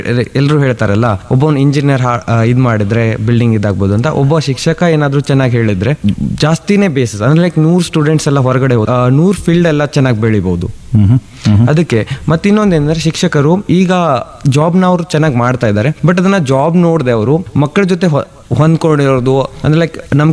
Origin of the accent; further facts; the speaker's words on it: Sindholi, Karnataka, India; ನಮ್ಮ ಹುಟ್ಟೂರು ಇಲ್ಲಿ ಸಿಂಧೋಳಿ ಅಂತ, ಬೆಳಗಾವಿಯಿಂದ 10 ಕಿಲೋಮೀಟರ್ ದೂರ ಇದೆ.